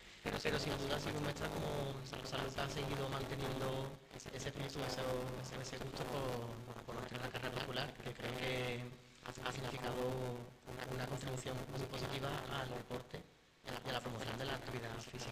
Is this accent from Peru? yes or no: no; Sanlúcar de Barrameda, Andalusia, Spain; born there; also born or lived in El Puerto de Santa María